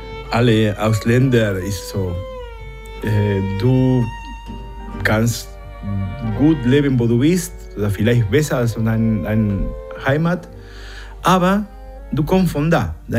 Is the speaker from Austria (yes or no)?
no; Argentina; German is a second language; now in Germany; Ich mache Deutschland schöner mit meiner Musik, aber ich bin Argentinier.